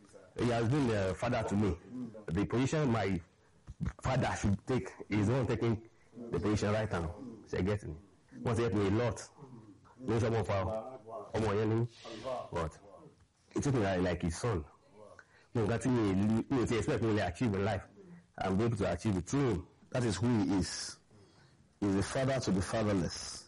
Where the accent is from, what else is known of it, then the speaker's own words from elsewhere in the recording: Ilorin, Kwara, Nigeria; I'm from Ilorin. My mother is from Ofa.